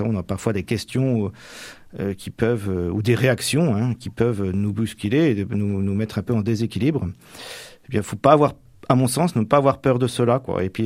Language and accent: French; Normandy, France; je suis vraiment originaire de la Manche, hein, même si je suis originaire du Nord-Manche, mais ma région natale, le Val-de-Serre, on se rend compte qu'il y a la terre et la mer.